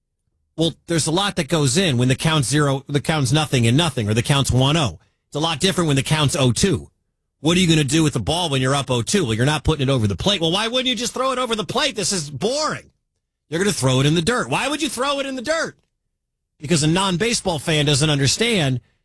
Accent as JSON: {"language": "English", "region": "Michigan", "country": "United States", "said": "Well, 9 from Iowa, and I'm from Michigan."}